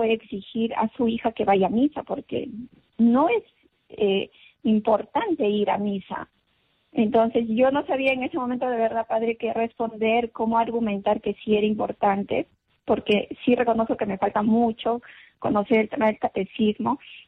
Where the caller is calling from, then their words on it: Abancay, Apurímac, Peru; le llamo desde Apurímac.